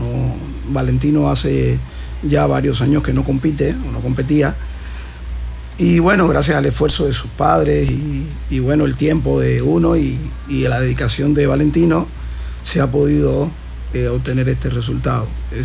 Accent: Mexico; así inicié, claro, yo, así en mi país, ¿no?

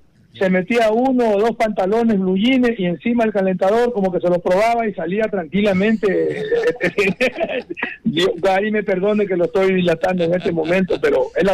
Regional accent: Ecuador

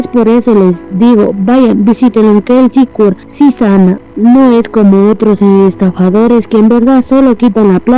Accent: Cajabamba, Cajamarca, Peru; soy de Cajabamba.

